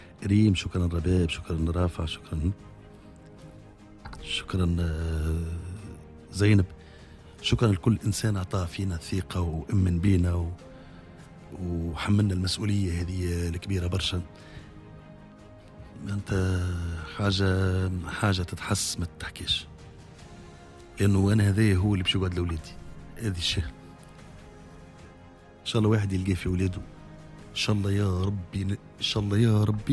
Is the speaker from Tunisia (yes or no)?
yes; Tunisia; أنا كمواطن تونسي